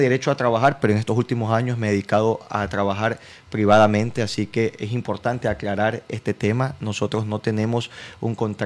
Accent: Machala, El Oro, Ecuador; Nací en Machala, crecí en Machala, he hecho toda mi vida en Machala. Mi padre, mi madre nacieron en Machala, mi esposa nació en Machala, mi hija nació en Machala.

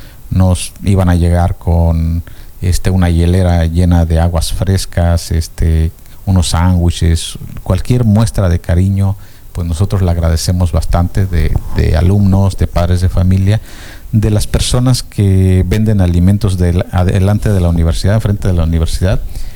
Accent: Tlanchinol, Hidalgo, Mexico; moved away; mi tierra natal que amo, que adoro y que seguido estoy por allá en las nubes porque me encanta lo fresco de allá.

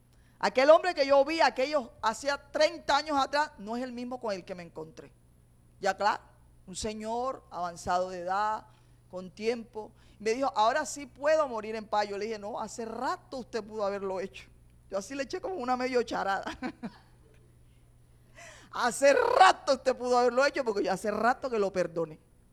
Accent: Caribbean coast, Colombia; lo que nosotros decimos como costeño

